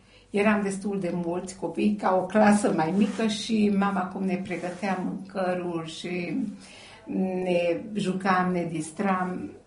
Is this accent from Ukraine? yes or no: no; Gyula, Békés, Hungary; also born or lived in Méhkerék; Și după aia ne-am mutat la Giulă și aici am petrecut majoritatea anilor. Și copilăria și școlile le-am făcut aici, în orașul Giulă.